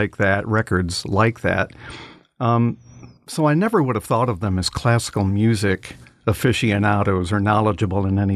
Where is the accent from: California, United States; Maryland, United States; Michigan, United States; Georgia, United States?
Michigan, United States; Albion; Our little grocery store, I'm from the Albion, Michigan area, our little grocery store had a 3-rack album selection that you could pick a few records out of.